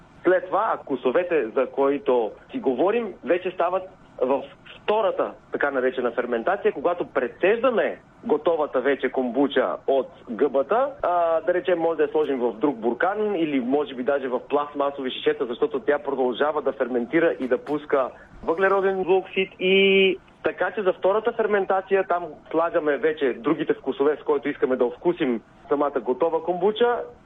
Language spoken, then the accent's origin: Bulgarian; North Macedonia; now in Bulgaria; аз съм и доста близо до место, откъдето идвам от Македония, тук менталитета си е нашия